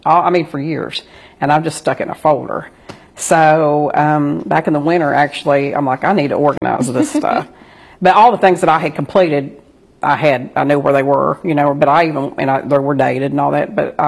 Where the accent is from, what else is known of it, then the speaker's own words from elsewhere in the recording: Appalachia, United States; growing up in Appalachia, or, you know, being in the country